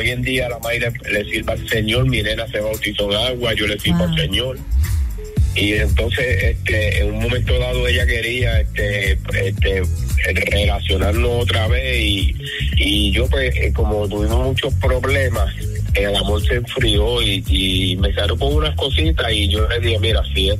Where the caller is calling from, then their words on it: Puerto Rico; Le estoy llamando de Puerto Rico.